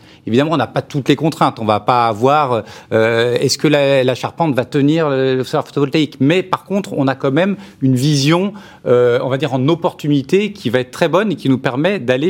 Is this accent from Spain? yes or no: no; Chambéry, Auvergne-Rhône-Alpes, France; je viens de Chambéry